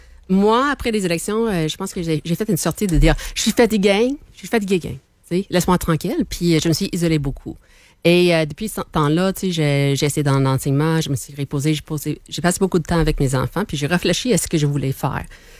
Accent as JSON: {"language": "French", "country": "Canada", "first_language": "English", "second_language": "French", "said": "à travers mon accent, souvent des gens m'ont dit est-ce que le fait que tu es anglophone, est-ce que c'était une freine à t'exprimer?"}